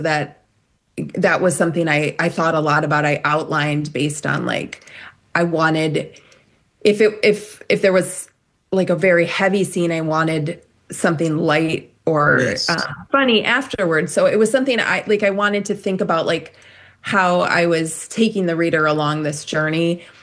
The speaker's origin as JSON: {"language": "English", "town": "Rockford", "region": "Illinois", "country": "United States", "tie": "born or raised there", "said": "Yeah, so the novel's set in Rockford, Illinois, and that is my hometown. It's where I live. It's where I have worked in child welfare for almost 2 decades."}